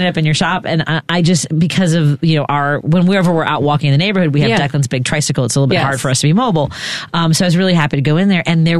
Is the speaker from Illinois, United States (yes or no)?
yes; Chicago, Illinois, United States; it feels like a wealth of riches over here on the Northwest Side. Like I grew up in Norwood, right?